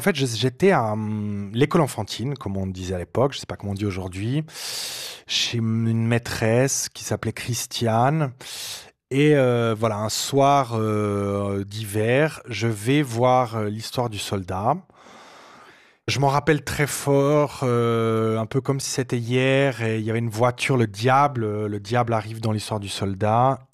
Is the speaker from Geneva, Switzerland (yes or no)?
no; Fribourg, Switzerland; Et Anya, vous avez dit avant que j'ai grandi à Fribourg. Alors, ce qu'il faut savoir, c'est qu'à Fribourg, on ne parle pas très, très bien.